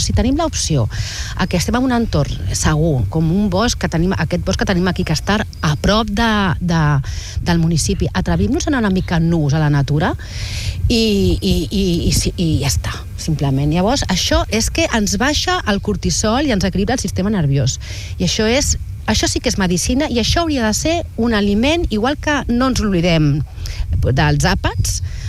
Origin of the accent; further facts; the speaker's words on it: Barcelona, Catalonia, Spain; now in Altafulla, Spain; com altafullenca, o com a Barcelonina afincada d'Altafulla